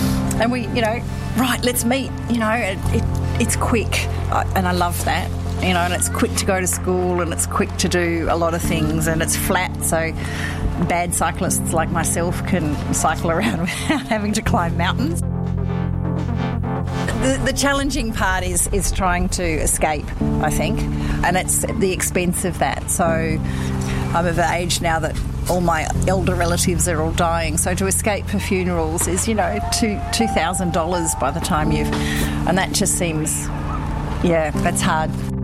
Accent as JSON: {"language": "English", "country": "Papua New Guinea", "tie": "born or raised there", "also_born_or_lived": "Sydney, Australia", "moved": "yes", "lives_now": "Australia", "said": "I was born in Sydney, but I grew up in Papua New Guinea until I went to boarding school on the Gold Coast."}